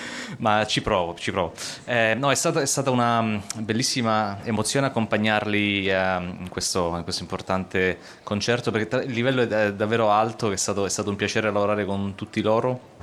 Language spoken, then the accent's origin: Italian; Sicily, Italy; now in Weimar, Germany; sono siciliano, vado un po' a casa anche perché da un anno a questa parte lavoro, vivo in Germania, a Weimar.